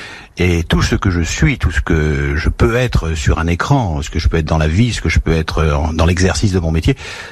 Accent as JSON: {"language": "French", "town": "Bourg-la-Reine", "region": "Île-de-France", "country": "France", "tie": "born there", "said": "passer devant chez nous, à Bourg-la-Reine"}